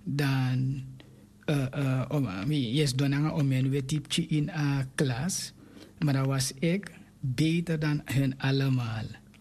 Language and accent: Dutch; Suriname; Want we komen uit Suriname, dus voor ons, we zijn een Surinamer.